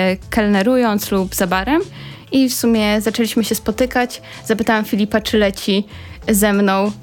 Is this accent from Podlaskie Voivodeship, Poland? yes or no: yes; Podlaskie Voivodeship, Poland; jesteśmy z Podlasia, więc wszystko, co na ziemniaku, nie jest nam obce.